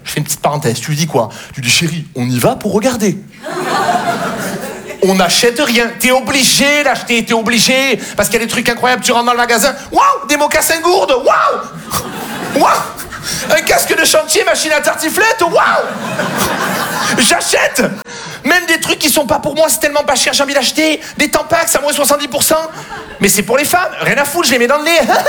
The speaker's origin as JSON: {"language": "French", "town": "Marseille", "region": "Provence-Alpes-Côte d'Azur", "country": "France"}